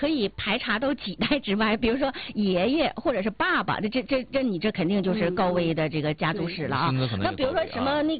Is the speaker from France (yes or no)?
no; Northeast China, China; 别像我们东北人愿意吃一些烧烤